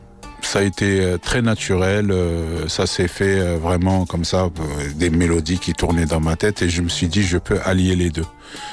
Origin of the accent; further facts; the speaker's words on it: France; born there; Je suis né en France. J'ai mes origines marocaines et sénégalaises.